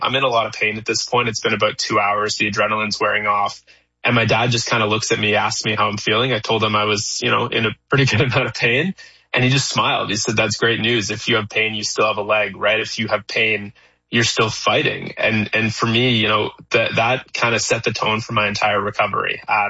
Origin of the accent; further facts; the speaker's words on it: Canada; Yeah, both my parents are. I'm born and raised in Canada.